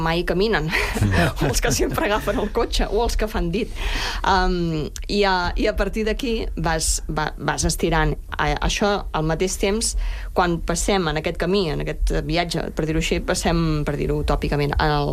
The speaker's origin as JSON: {"language": "Catalan", "town": "La Garriga", "region": "Catalonia", "country": "Spain", "said": "Com el llibreter del meu poble, en Jordi de l'Estrogoff, de la llibreria Estrogoff de la Garriga"}